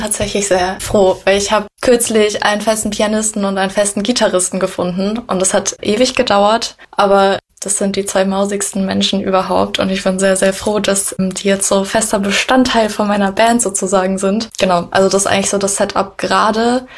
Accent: Munich, Bavaria, Germany; Ich komme ursprünglich aus München, also bin hier geboren und aufgewachsen.

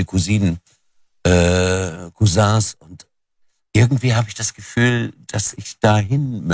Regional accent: Germany; born there; Meine Eltern sind beide Italiener. Ich bin ja in Deutschland geboren, aber Vollblut-Italiener

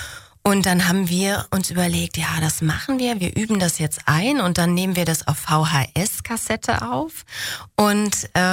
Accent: Berlin, Germany; born there; das, worauf du hinaus willst, ist, dass ich in Spandau geboren bin.

